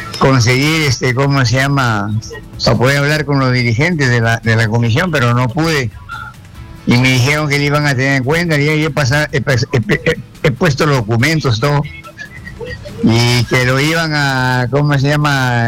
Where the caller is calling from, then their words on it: La Libertad, Peru; soy de La Libertad.